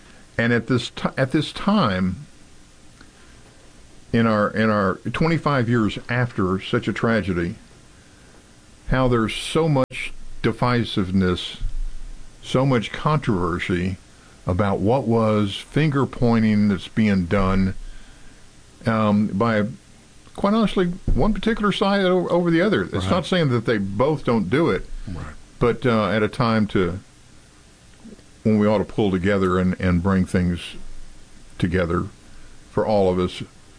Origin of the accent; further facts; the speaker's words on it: Texas, United States; No, we're not. We're Texas.